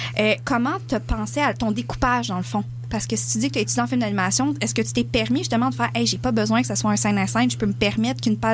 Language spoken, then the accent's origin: French; Quebec, Canada; c'est pas parce que, tu sais, je suis québécoise.